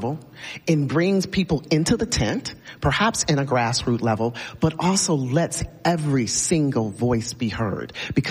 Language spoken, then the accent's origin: English; Chicago, Illinois, United States; What I would say best about this country, I saw growing up in Chicago, and that is resiliency, perseverance